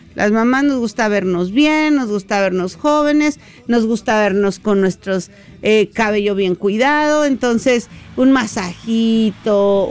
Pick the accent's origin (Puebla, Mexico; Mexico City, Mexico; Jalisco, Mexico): Mexico City, Mexico; aquí corriendo y llegando tarde, como típica chilanga